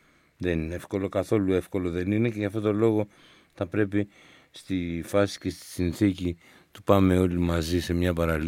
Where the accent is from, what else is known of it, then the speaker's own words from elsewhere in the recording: Greece; Είμαι Έλληνας, είναι βασικό συστατικό του χαρακτήρα μου να πάω να ρίξω μια βουτιά.